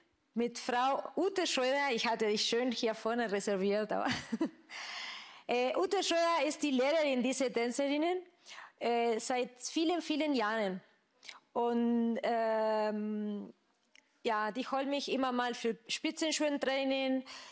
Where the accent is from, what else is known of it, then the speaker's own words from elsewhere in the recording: Argentina; German is a second language; ich komme aus Argentinien. Und in Argentinien Tango ist unser Nationaltanz.